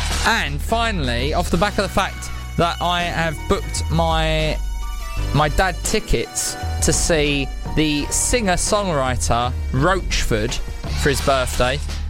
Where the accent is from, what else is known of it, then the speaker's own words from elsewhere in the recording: Bexleyheath, London, United Kingdom; I'm from Bexleyheath. It's got a pub called The Wrong'un, which stays open till 1 a.m. and that's a cricketing term, apparently. Who knew? And when I grew up there, it had a Super Bowl, which has since been upgraded to a Mega Bowl.